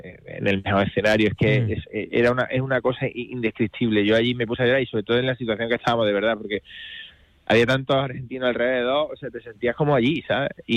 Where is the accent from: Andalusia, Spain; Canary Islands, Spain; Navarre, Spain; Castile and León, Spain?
Andalusia, Spain; Córdoba; now in Seville, Spain; Me dice, ¿estás sevillanizado? No. Soy de Córdoba. Y entonces yo soy muy, muy, muy cordobés y lo llevo con orgullo y muy del Córdoba.